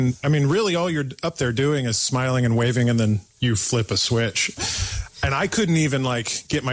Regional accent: Kansas City, United States; But it's, for growing up in Kansas City, it is an extremely big deal.

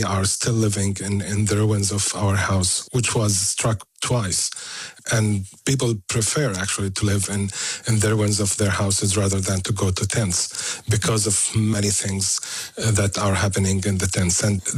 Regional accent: Gaza Strip, Palestine; English is a second language; moved away as an adult; I was born and raised and bred in the Gaza Strip all my life.

